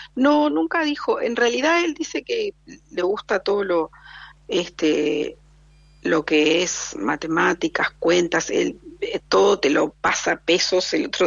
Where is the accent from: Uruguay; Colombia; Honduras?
Uruguay; born there; es lindo Montevideo y Colonia también. Digo, es una ciudad chiquita, pero es lindo, y el pueblito este que yo te digo, donde yo nací, también es muy muy bonito.